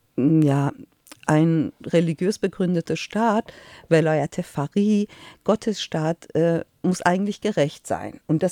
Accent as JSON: {"language": "German", "country": "Iran", "second_language": "German"}